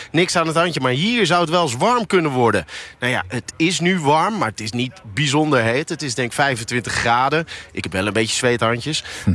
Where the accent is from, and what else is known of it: Netherlands